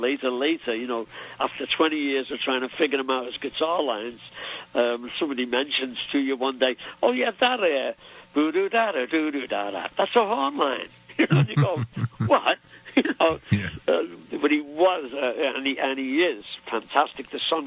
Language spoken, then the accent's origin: English; Liverpool, North West England, United Kingdom; I grew up in Liverpool